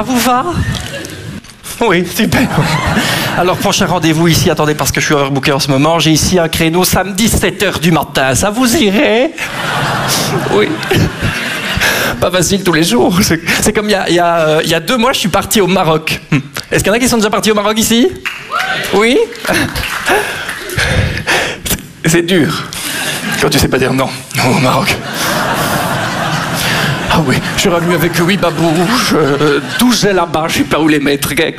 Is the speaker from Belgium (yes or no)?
yes; Belgium; je suis belge.